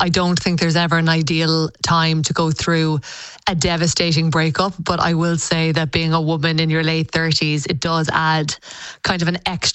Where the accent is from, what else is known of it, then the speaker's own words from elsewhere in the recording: Clonakilty, Munster, Ireland; Yeah, you know, I'm from Clonakilty. You know, my parents own O'Neill's Butcher Shop on the main street there.